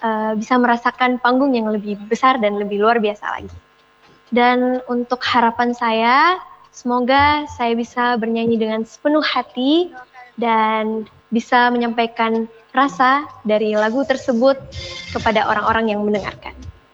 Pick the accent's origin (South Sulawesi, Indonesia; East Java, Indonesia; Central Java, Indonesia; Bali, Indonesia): South Sulawesi, Indonesia; Makassar; dan saya berasal dari Kota Makassar.